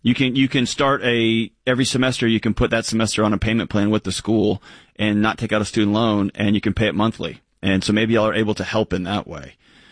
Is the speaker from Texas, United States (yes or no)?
yes; Texas, United States; I know in my home state of Texas where I grew up and where I worked